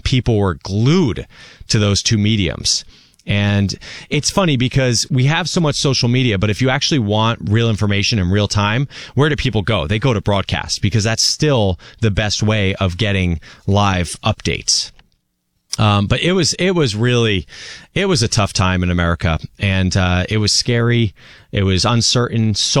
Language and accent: English; New Jersey, United States; I grew up with those Twin Towers. I could see them from my street where I grew up in New Jersey